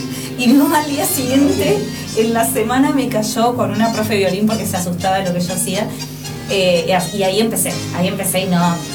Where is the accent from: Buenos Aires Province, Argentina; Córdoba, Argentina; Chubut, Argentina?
Chubut, Argentina; Trelew; yo soy de Chubut